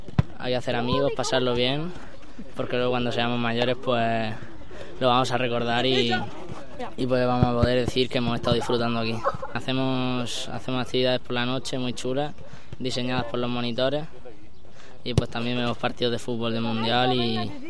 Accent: Calasparra, Region of Murcia, Spain; Vengo de Calasparra y pues es mi primer año aquí en el campus

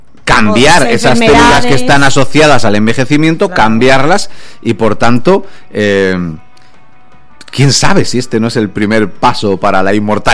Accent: Spain

